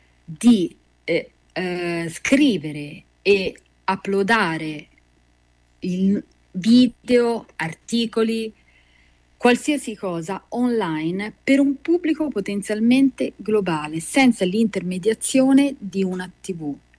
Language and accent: Italian; Prato, Tuscany, Italy; Io sono di Prato